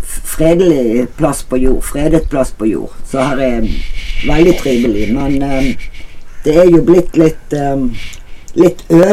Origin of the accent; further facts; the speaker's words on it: Bergen, Vestland, Norway; jeg er fra Bergen, oppvokst i Bergen.